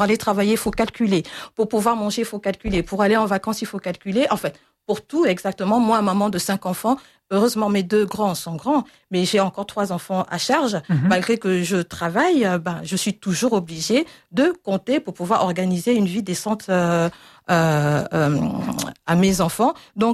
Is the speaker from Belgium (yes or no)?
no; France; born there; Je suis née en France en tant que Française.